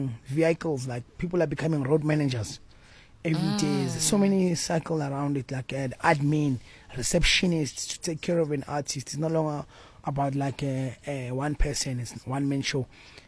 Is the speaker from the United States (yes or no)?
no; Tembisa, Gauteng, South Africa; No, I'm from Tembisa, born and bred 1632, Eguruleni.